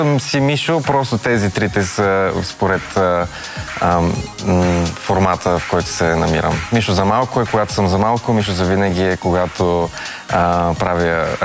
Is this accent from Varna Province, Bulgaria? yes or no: yes; Varna, Varna Province, Bulgaria; now in Sofia, Bulgaria; Аз съм от Варна, там съм израснал, но живея в София вече 10 години